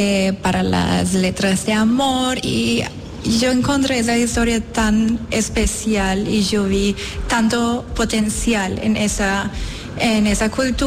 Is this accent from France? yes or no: no; Germany; Spanish is a second language; now in Medellín, Colombia; Yo soy alemana colombiana, crecí en Alemania, pero en el año 23 me fui para Medellín y me enamoré totalmente en la cultura